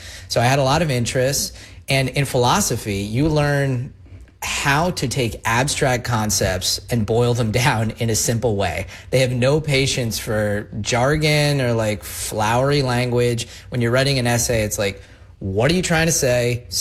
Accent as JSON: {"language": "English", "country": "United States", "said": "I mean, I'm not from Germany or Vienna. I'm just some American guy who likes classical music."}